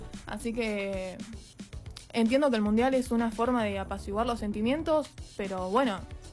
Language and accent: Spanish; Argentina; now in Santa Rosa, Argentina; somos Argentina